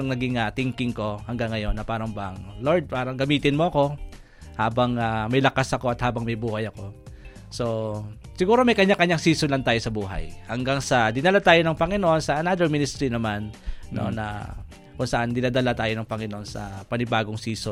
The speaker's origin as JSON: {"language": "Tagalog", "town": "Antipolo", "region": "Calabarzon", "country": "Philippines", "tie": "born or raised there", "also_born_or_lived": "Oriental Mindoro", "said": "Parang nag-start sa Mindoro from grade 1 hanggang grade 4 and then grade 5. Nag-transfer na ako sa Antipolo hanggang sa nag-high school, nag-college."}